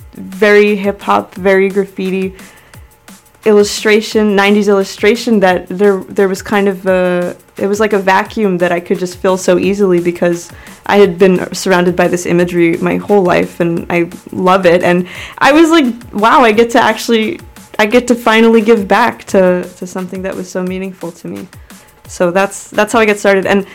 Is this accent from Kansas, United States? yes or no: no; Florida, United States; born there; moved away; also born or lived in Ozone Park, Queens, New York; I'm Guyanese and Puerto Rican, so that really is a combination that can only happen here. I grew up between here and Florida, so I'd spend all my summers in New York, and I went to school in Florida